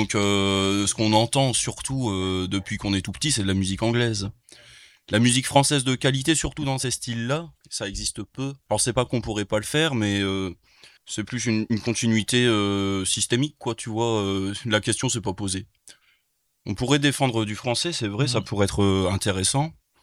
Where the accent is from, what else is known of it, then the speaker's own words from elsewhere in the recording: France; nous, ce qu'on écoute de la musique country quand on est français